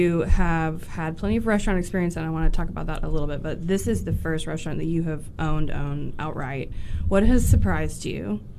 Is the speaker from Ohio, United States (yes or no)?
no; Hattiesburg, Mississippi, United States; I'm from Hattiesburg.